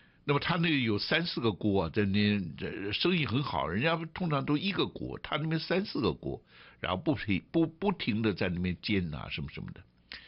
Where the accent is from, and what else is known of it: Taipei, Taiwan; born there